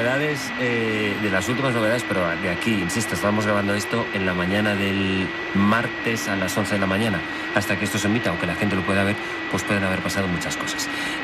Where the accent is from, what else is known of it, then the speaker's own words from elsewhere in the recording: Valencian Community, Spain; Siendo yo valenciano